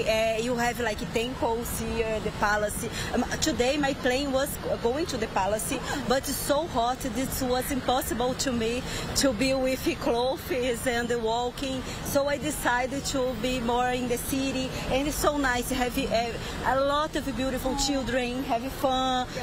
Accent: Brazil; I'm from Brazil, so my country is really hot.

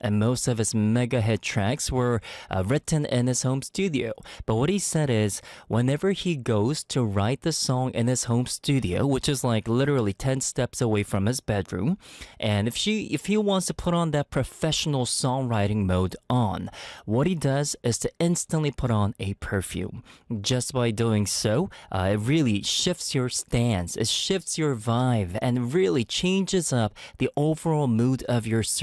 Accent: Canada; now in Korea; But me growing up in Canada, I just grew up with it.

